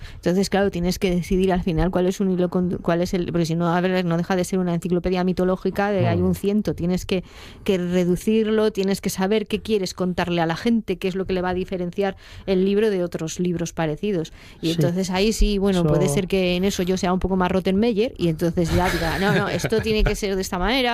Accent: Basque Country, Spain; Es por nuestros orígenes. Sí. Bueno. O sea, claro, porque yo soy vasca y Javi es asturiano.

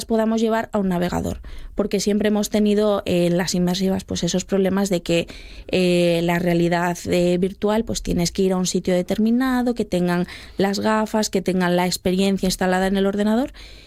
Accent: Asturias, Spain

